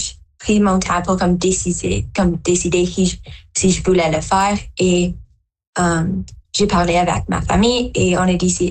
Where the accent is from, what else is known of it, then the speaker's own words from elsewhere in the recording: Timmins, Ontario, Canada; Je viens de Timmins. J'ai 13 ans.